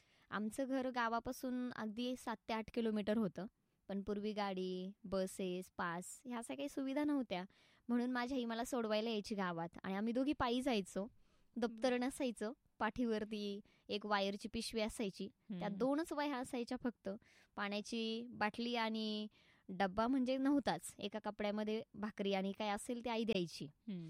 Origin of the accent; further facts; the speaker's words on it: Goregaon, Maharashtra, India; also born or lived in Pune; now in Ahmednagar, India; माझा जन्म अगदी शहरातला म्हणावं लागेल तसं पाहायला गेलं तर। माझे आई बाबा पहिले पुण्यात राहायचे, त्यानंतर माझ्या जन्मानंतर आम्ही गावी आलो।